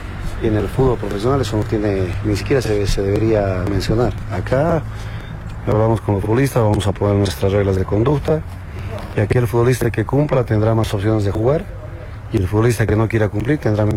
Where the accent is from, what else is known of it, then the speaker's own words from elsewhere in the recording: Cochabamba, Bolivia; moved away; mi tierra, Cochabamba